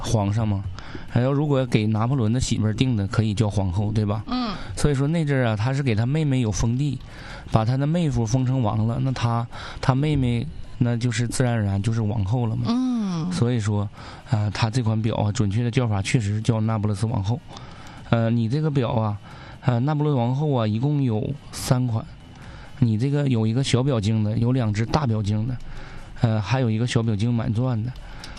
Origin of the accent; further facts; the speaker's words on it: Northeast China, China; 用咱们东北话